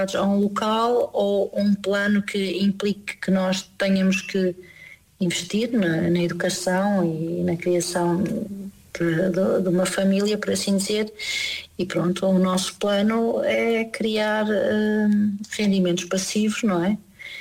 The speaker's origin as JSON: {"language": "Portuguese", "country": "Portugal", "also_born_or_lived": "Italy", "first_language": "Portuguese", "moved": "as an adult", "lives_now": "Stuttgart area, Germany", "said": "o meu marido é português também, portanto, a nossa língua cá em casa e pronto, é maioritariamente português."}